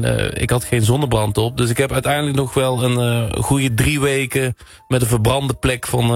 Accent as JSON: {"language": "Dutch", "town": "Eindhoven", "region": "North Brabant", "country": "Netherlands", "said": "als trotse Eindhovenaar"}